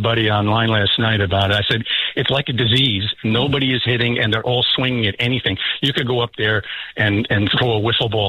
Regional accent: New York, United States; Originally, yeah. As a babe, literally, I spent 2 years in the Bronx, then m

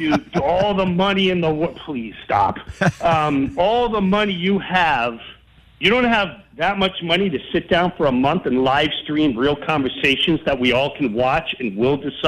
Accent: Long Island, New York, United States; growing up in Long Island

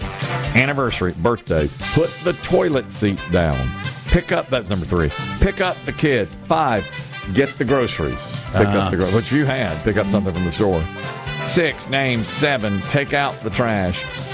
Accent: Asheboro, North Carolina, United States; Once we went to see my sister, my father was driving. We're from Ashboro. They, at the time, lived in Rocky Mount.

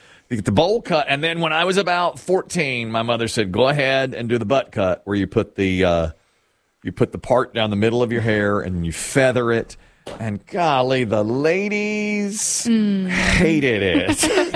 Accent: Asheboro, North Carolina, United States; Nita, in my hometown, Asheboro, charged me.

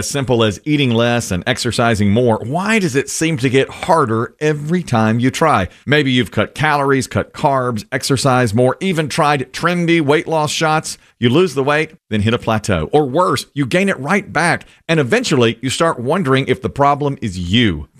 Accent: Asheboro, North Carolina, United States; I grew up in Asheboro

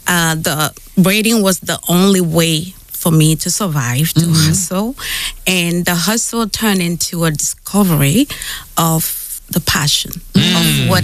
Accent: Cameroon; moved away as an adult; now in United States; Originally from Cameroon, Central Africa.

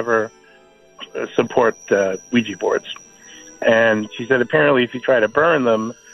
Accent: New York, United States; I used to, I'm from New York. I used to run a country inn along the Hudson River

